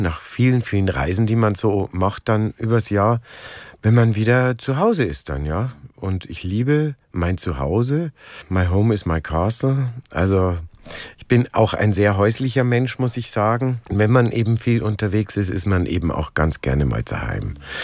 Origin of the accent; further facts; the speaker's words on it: Munich, Bavaria, Germany; Ich bin ja gebürtiger Münchner und lebe auch nach wie vor dort.